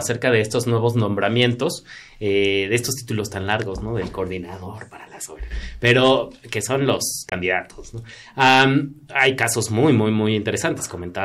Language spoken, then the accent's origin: Spanish; Mexico; qué suerte hemos tenido como mexicanos